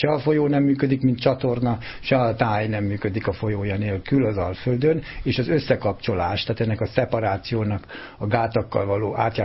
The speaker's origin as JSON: {"language": "Hungarian", "region": "Jász-Nagykun-Szolnok", "country": "Hungary", "tie": "born or raised there", "said": "Én a Tisza ártéren nőttem föl, úgymond Szolnok alatt"}